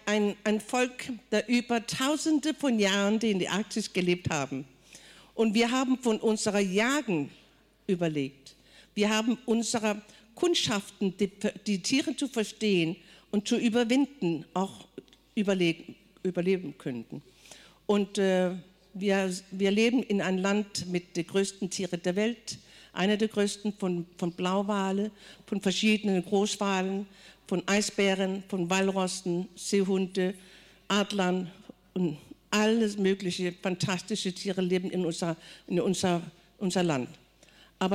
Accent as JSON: {"language": "German", "country": "Greenland", "first_language": "Greenlandic", "second_language": "German", "said": "da steht jetzt trotzdem immer noch Grönland drauf, aber ich bin ein dänischer Staatsbürger. Ich spreche Dänisch als meine zweite Sprache. Erste Sprache ist Grönländisch, das ist eine Inuit-Sprache."}